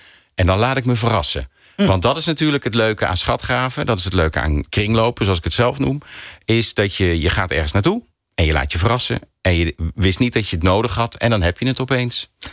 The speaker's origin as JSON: {"language": "Dutch", "town": "Arnhem", "region": "Gelderland", "country": "Netherlands", "tie": "born or raised there", "said": "En wij woonden op een gegeven moment, ik kom uit Arnhem, woonden we naast het veilinghuis aan de ene kant."}